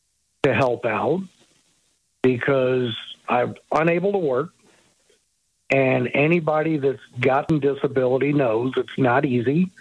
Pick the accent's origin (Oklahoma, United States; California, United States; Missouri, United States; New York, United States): Missouri, United States; St. Charles; I grew up in St. Charles, even though my dad's side of the family is all from Troy, and my mom's side is from Old Monroe.